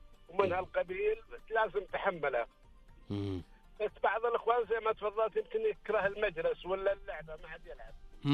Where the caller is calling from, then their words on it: Riyadh, Riyadh Province, Saudi Arabia; من الرياض